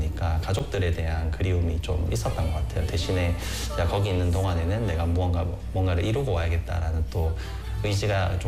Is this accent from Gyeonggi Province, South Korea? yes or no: no; Busan, South Korea; also born or lived in Seoul / Melbourne; 원래 저는 고향이 부산인데 한 10년 정도 서울이랑 이제 호주 멜버른에 있다가 돌아오게 된 게 2021년 11월부터 돌아왔습니다.